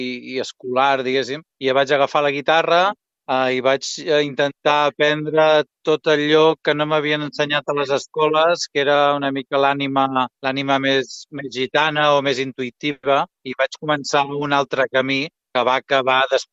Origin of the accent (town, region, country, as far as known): Figueres, Catalonia, Spain; born there